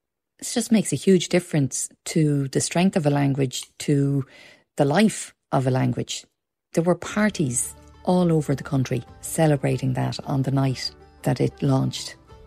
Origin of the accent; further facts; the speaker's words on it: Dublin, Leinster, Ireland; I was coming from Dublin with learned Irish. I was not a native speaker.